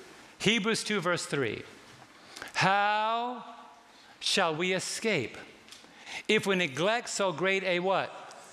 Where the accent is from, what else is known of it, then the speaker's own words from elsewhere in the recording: New York City, New York, United States; I was raised in New York City